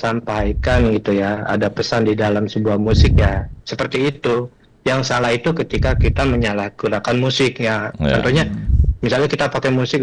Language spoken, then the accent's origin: Indonesian; Jakarta, Indonesia; aku asli Jakarta